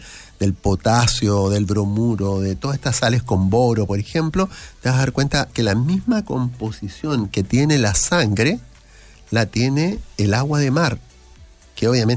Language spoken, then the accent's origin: Spanish; Valparaíso, Chile; Como porteña, ¿ya? Sí.